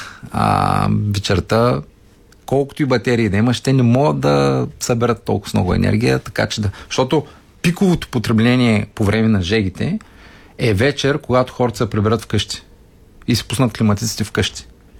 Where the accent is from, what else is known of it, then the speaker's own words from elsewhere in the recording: Yambol, Yambol Province, Bulgaria; Сега, аз съм от Ямбол. За мен е 36-7 градуса.